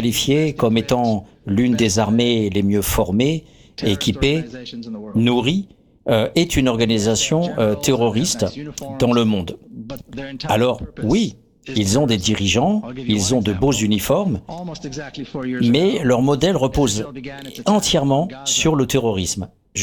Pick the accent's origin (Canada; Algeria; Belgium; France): France; je suis français